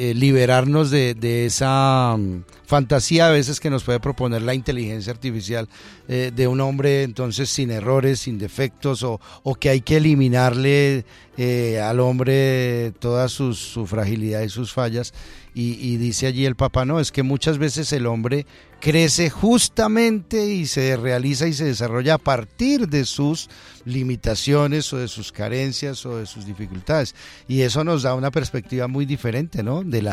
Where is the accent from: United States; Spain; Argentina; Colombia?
Colombia